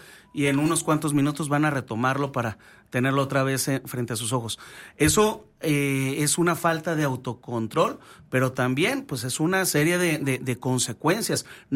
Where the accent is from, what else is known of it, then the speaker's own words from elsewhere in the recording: Camargo, Mexico; con todo el cariño que tiene un camarguense hacia los muchos camarguenses